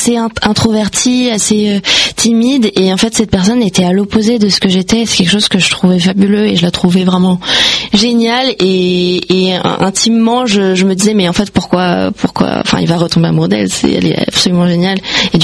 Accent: Paris, Île-de-France, France; born there; je viens de Paris. Voilà, je suis une parisienne

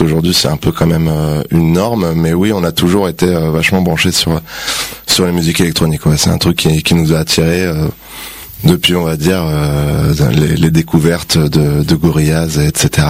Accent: Île-de-France, France; on vient d'une petite ville, donc dans le 78, effectivement, pas dans le 95.

